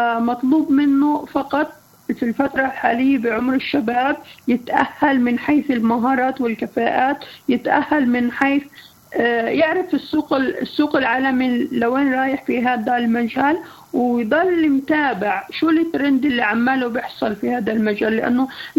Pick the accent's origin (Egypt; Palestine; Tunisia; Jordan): Palestine; اعتراف دولي بكفائتنا كفلسطينيين